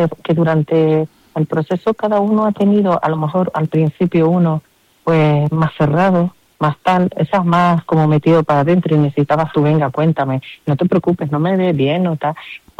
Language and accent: Spanish; Canary Islands, Spain; Y yo, como buena canaria, que a veces no gusta llenar el chacán